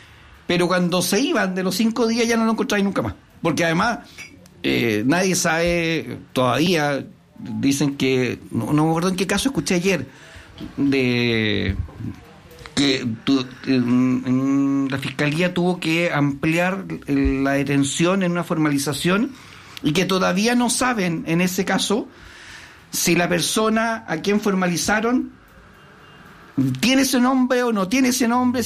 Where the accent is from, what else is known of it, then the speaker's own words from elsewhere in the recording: Antofagasta, Chile; soy de Antofagasta